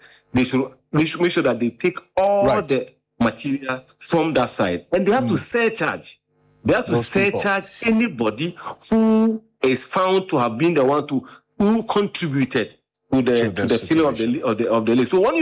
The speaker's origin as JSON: {"language": "English", "town": "Accra", "region": "Greater Accra", "country": "Ghana", "tie": "born or raised there", "said": "I grew up in Bema Camp."}